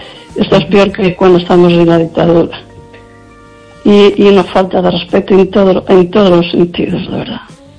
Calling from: Lugo, Galicia, Spain

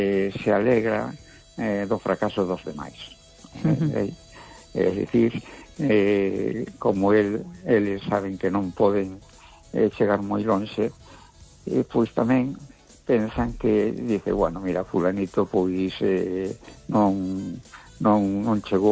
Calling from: A Coruña, Galicia, Spain; de La Coruña.

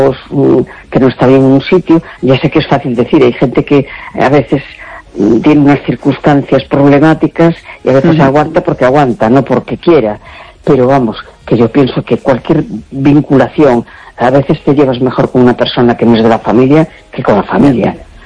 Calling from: A Coruña, Galicia, Spain; de La Coruña.

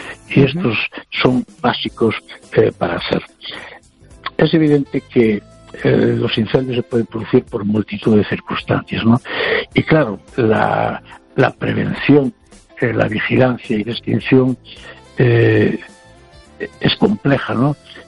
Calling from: Valencia, Valencian Community, Spain; de Valencia.

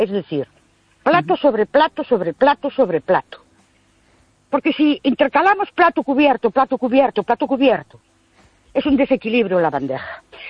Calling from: Ourense, Galicia, Spain; de Ourense otra vez.

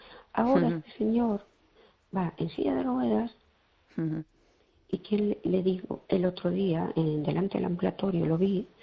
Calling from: Fene, Galicia, Spain

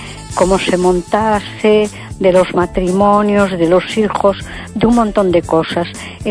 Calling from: A Coruña, Galicia, Spain; de Coruña.

